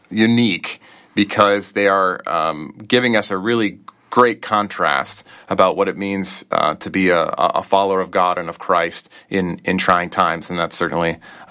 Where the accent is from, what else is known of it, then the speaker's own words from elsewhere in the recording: Portland, Oregon, United States; pastor, worked for a pastor for about 4 years, in a couple different states around the U.S., and I'm originally from Portland, Oregon.